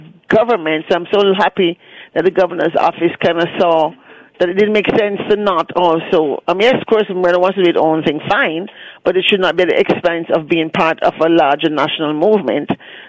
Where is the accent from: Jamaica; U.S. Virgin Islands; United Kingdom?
Jamaica; going to high school in Jamaica